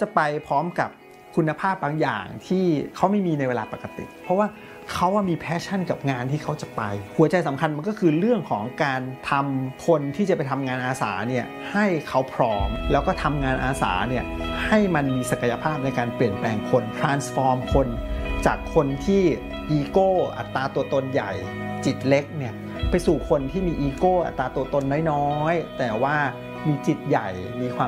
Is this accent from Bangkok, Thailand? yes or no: yes; Bangkok, Thailand; born or raised there